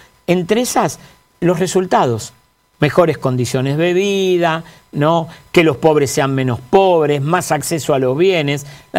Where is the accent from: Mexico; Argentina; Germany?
Argentina